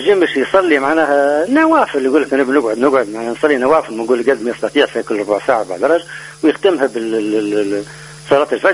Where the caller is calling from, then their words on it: Ben Gardane, Medenine, Tunisia; من بن خداش.